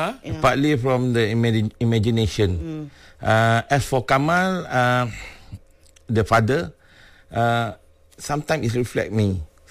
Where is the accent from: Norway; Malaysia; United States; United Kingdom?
Malaysia; We are Malaysian, we have to respect each other.